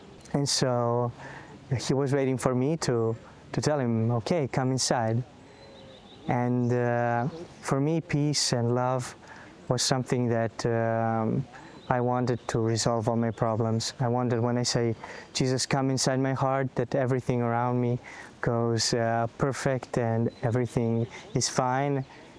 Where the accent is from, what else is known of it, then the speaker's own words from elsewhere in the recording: Croatia; moved away as an adult; now in Italy; I come from Croatia. I'm 25 years old.